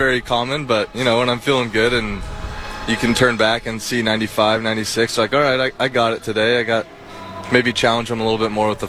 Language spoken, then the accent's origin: English; California, United States; now in Utah, United States; getting to visit my parents where I grew up in California is not too shabby either.